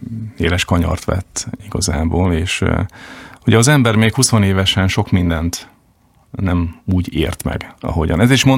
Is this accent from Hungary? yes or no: no; Slovakia; volt egy tanár a filozófia szakon, aki tudta, hogy magyarok vagyunk egy páron, és így titokban megengedte, hogy magyarul vizsgálszunk. Úgyhogy akkor jöttem Budapest, és akkor vettem a filozófia könyveket.